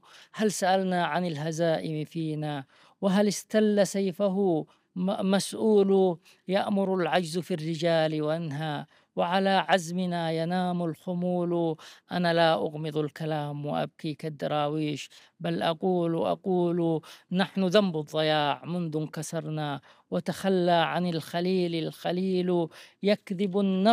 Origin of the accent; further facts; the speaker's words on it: Yemen; أنا كيمني الانتماء